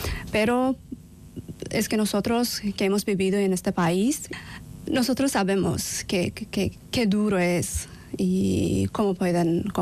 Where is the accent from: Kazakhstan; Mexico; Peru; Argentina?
Kazakhstan; Spanish is a second language; moved away as an adult; now in Spain; En mi caso, yo llegué aquí en 2025 desde Kazajistán, y yo llegué aquí para estudiar una formación de lengua española.